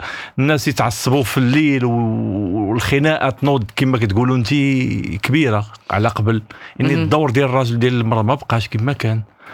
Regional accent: Morocco

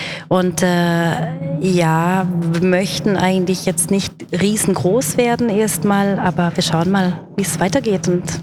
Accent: Germany; moved away as an adult; now in Basel, Switzerland; Ich komme aus Deutschland, bin seit 15 Jahren hier

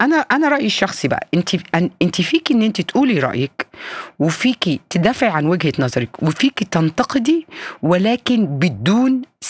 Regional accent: Egypt; احنا عندنا في مصر للاسف الشديد كلمات عنصريه بنقولها على المسيحيين

